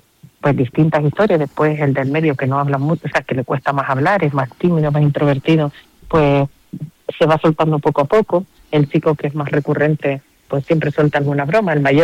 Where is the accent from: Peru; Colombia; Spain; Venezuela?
Spain; Canary Islands; Y yo, como buena canaria